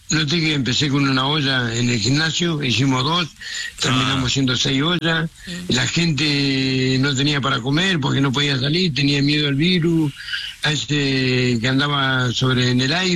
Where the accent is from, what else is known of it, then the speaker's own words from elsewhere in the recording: Caleta Olivia, Santa Cruz, Argentina; Mirá, imagínate que pasó en mi pueblo, en Caleta Olivia, que fui hace dos semanas